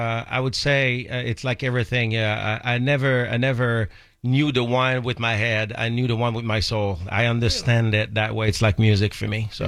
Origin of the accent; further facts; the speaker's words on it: Quebec City, Quebec, Canada; now in United States; So I'm from Canada. I'm from Quebec City, Canada. I ended up here in the U.S. Probably 10 years ago.